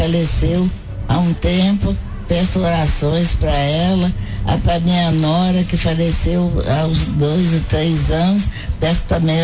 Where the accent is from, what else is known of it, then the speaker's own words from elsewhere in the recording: Juiz de Fora, Minas Gerais, Brazil; Eu sou de Juiz de Fora.